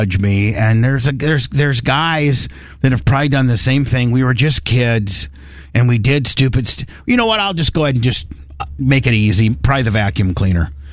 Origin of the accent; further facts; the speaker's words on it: Midwest, United States; I was just a regular kid growing up in the Midwest